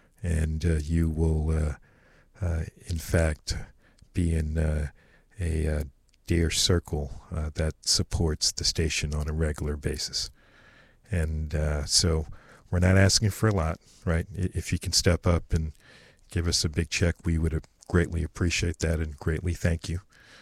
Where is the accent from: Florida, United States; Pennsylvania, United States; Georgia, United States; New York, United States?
New York, United States; in New York, upstate, well, White Plains. I'm a New Yorker, so might as well be Canada, but White Plains, New York, 1974.